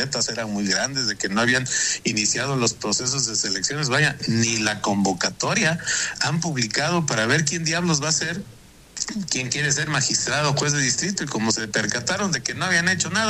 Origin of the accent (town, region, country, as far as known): Mexico